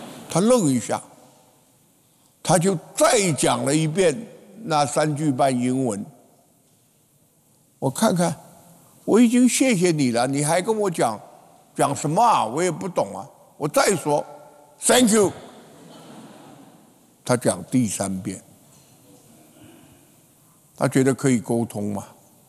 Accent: Taiwan

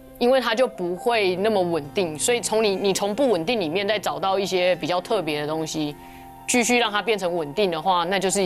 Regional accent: Taiwan; 那将来它那台湾长出来的品种就比较能适应我们台湾的气候这样子。

